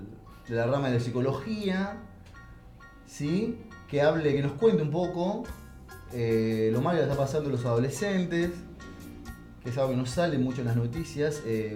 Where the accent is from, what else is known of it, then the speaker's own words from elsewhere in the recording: La Plata, Buenos Aires Province, Argentina; somos dos platenses que andamos por muchos lados